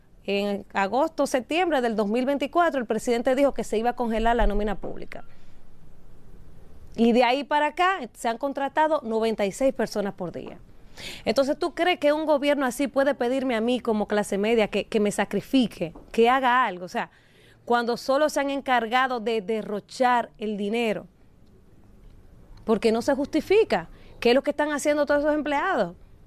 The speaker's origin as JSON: {"language": "Spanish", "country": "Dominican Republic", "said": "yo como ciudadana, como dominicana, como clase media"}